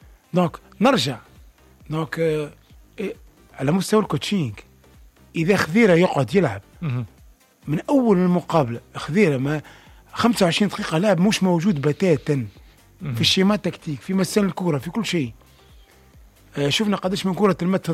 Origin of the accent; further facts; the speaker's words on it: Tunisia; اني لهنا كتونسي ندافع على ستاف التونسي